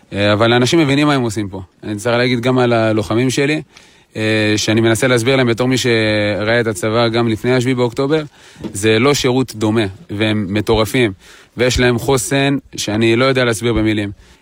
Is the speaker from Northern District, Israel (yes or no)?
yes; Metula, Northern District, Israel; אני במקור ממטולה.